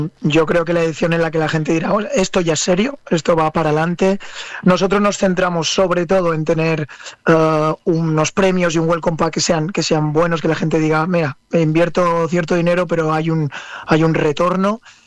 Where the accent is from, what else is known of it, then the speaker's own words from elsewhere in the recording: Spain; Es decir, que somos los españoles somos sí.